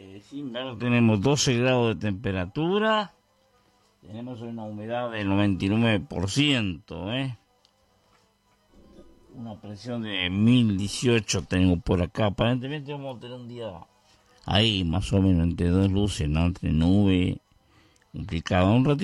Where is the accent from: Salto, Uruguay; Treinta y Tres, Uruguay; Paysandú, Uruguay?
Treinta y Tres, Uruguay; Vergara; Un saludo para toda la gente de mi pueblo, de Vergara y la región.